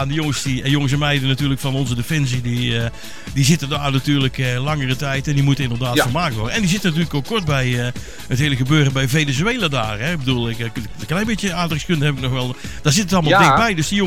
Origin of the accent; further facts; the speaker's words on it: North Brabant, Netherlands; ik kom uit Brabant en hier hebben we natuurlijk Volkel.